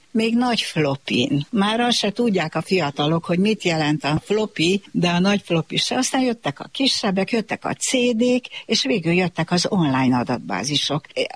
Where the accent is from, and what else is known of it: Nyíregyháza, Szabolcs-Szatmár-Bereg, Hungary; born there